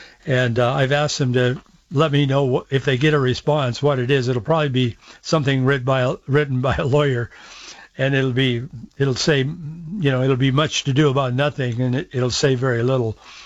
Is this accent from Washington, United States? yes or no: yes; Yakima, Washington, United States; By the way, I was born in Yakima, December of 1951. I'm 74.